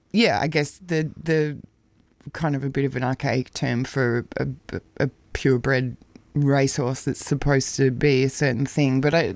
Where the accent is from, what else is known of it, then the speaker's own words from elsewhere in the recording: Melbourne, Victoria, Australia; It's my hometown